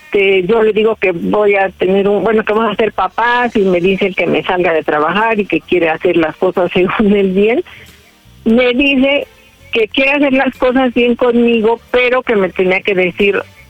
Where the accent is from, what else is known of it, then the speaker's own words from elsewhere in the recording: Pachuca, Hidalgo, Mexico; Tengo 30 años y soy de Pachuca, Hidalgo.